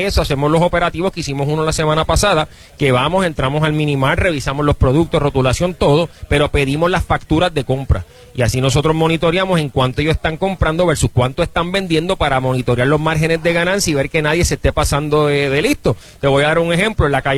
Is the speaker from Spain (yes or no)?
no; San Juan, Puerto Rico; De Puerto Nuevo, nacido y criado, así que sí, de esa área soy.